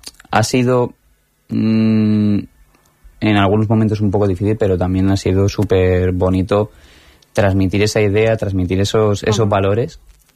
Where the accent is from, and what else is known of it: Córdoba, Andalusia, Spain; born there; moved away